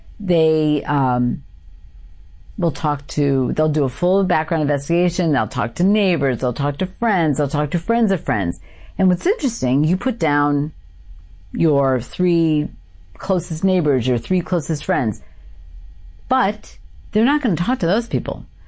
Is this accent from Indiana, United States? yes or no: no; Endicott, New York, United States; I grew up in the Triple Cities. There's three small towns, Binghamton, Johnson City, and Endicott. So I actually grew up in Endicott.